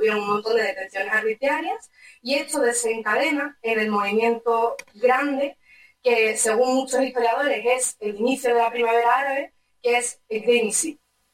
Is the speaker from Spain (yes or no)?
yes; Spain; born there; yo soy nacida en la diáspora. Yo nací en España, pero pues soy de origen saharaui y concretamente soy de las zonas ocupadas del Sáhara Occidental.